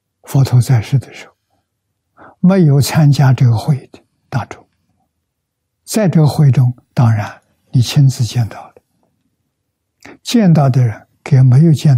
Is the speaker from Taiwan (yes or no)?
no; China; 我们中国人记载着3000年